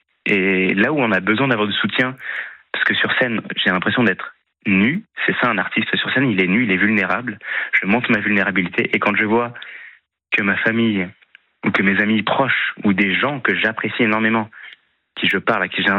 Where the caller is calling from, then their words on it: Choisy-le-Roi, Île-de-France, France; J'appelle du 94 de Choisy-le-Roi.